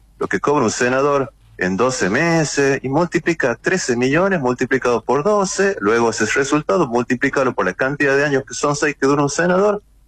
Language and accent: Spanish; Argentina; Siendo un argentino que estoy viendo que toda la gente no llega ni al 10 de cada mes